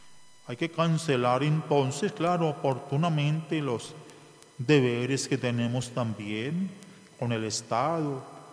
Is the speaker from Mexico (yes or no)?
no; Colombia; ¿Somos colombianos o no somos?